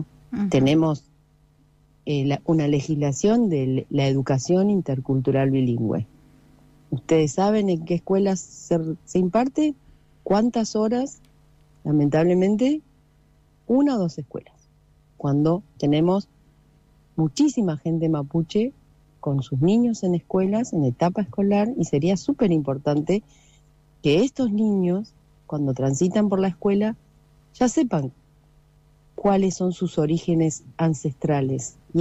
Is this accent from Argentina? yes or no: yes; Argentina; Porque también somos ciudadanos argentinos.